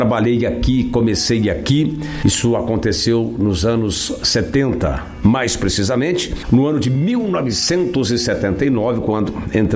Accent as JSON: {"language": "Portuguese", "town": "Bebedouro", "region": "São Paulo", "country": "Brazil", "tie": "born there", "moved": "as an adult", "lives_now": "Taquaritinga, Brazil", "said": "a minha terra também, Bebedouro, acaba sendo sempre um orgulho pra gente."}